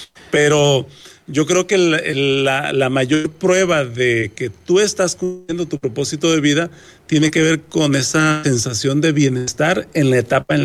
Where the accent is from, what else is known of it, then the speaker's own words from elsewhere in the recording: Uruapan, Michoacán, Mexico; now in Monterrey, Mexico; naciendo en el estado de Michoacán. Soy originario de Uruapan, Michoacán